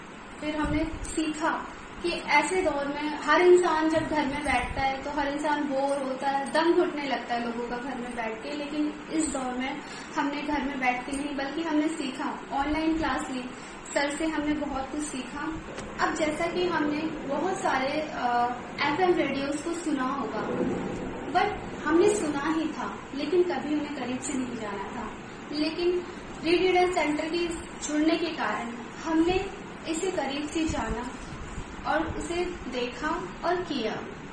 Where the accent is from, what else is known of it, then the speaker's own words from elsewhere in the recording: Delhi, India; और मैं दिल्ली से हूँ।